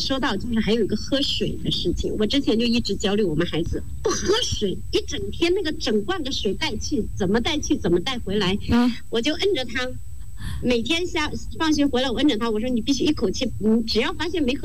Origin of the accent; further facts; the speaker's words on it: southern China, China; born or raised there; moved away